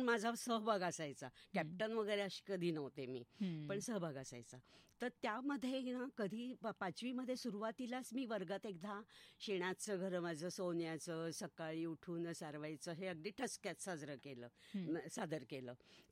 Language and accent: Marathi; Ahmednagar, Maharashtra, India; माझं बालपण पटांगण गल्ली दिल्ली गेटच्या शेजारी जिथे आहे, अभ्यासाशी कधी संबंध नाही आला.